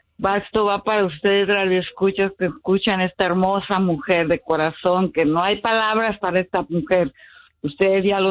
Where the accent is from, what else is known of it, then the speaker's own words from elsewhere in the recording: Chihuahua, Mexico; Ah, sí tengo la casa, sí sé que soy chihuahuense.